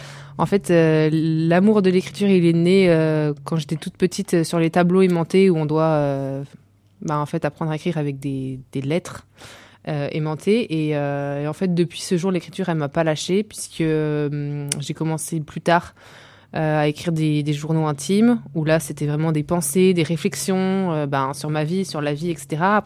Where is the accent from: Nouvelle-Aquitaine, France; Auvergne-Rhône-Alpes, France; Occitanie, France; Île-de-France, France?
Nouvelle-Aquitaine, France; Niort; Je suis née à Niort. Je suis vendéenne de cœur.